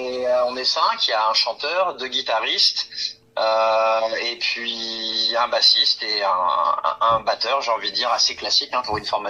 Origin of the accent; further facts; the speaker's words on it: Hauts-de-France, France; de l'Aisne, autour de Soissons. On est plus ou moins, moi je suis à 30 minutes de Soissons.